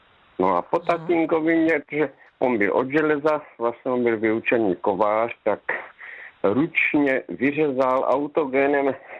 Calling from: Topolná, Zlín Region, Czechia; Dobrý večer, ano, tady v Topolné, ale pocházím za Luku.

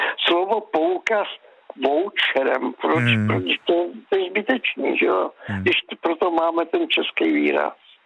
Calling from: Plzeň, Plzeň Region, Czechia

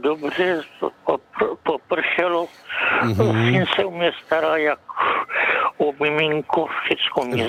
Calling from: Šlapanice, South Moravian Region, Czechia; No, tady jsem ze Šlapanic.

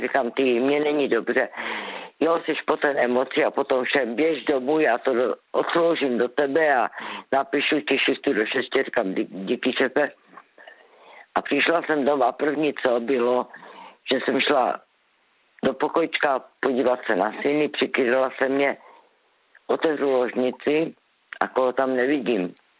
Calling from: Zlín Region, Czechia; zdravím všechny posluchače, hlavně z Valach, protože jsem z Valašska.

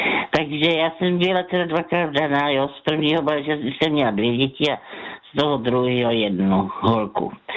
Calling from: Brno, South Moravian Region, Czechia

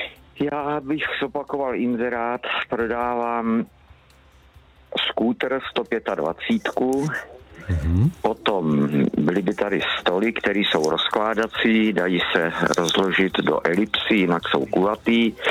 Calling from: Hradec Králové Region, Czechia

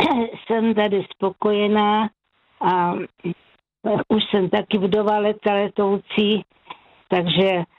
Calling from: Pardubice, Pardubice Region, Czechia; Od Pardubic.

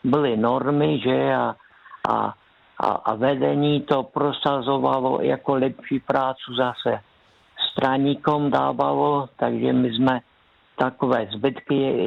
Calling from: Zlín Region, Czechia; My jsme tady Valaši

